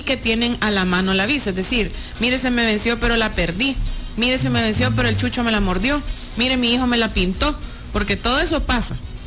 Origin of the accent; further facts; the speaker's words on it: El Salvador; querer que venga algún hermano centroamericano a aprovecharse de los beneficios que estamos recibiendo como salvadoreño.